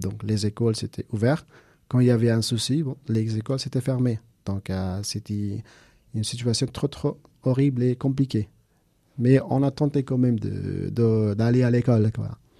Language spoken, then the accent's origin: French; Kabul, Afghanistan; French is a second language; moved away as an adult; En fait, moi, je suis né à Kaboul.